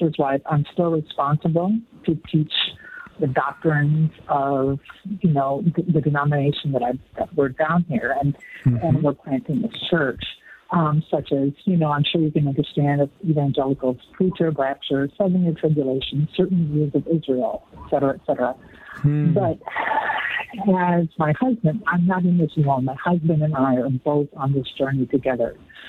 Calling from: Cabo San Lucas, Baja California Sur, Mexico; I am calling from Mexico.

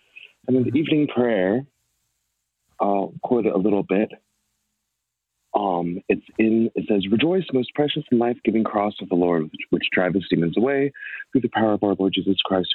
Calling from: North Carolina, United States; I am calling from North Carolina. I'm an inquirer at a parish, Holy Cross, in Kernersville.

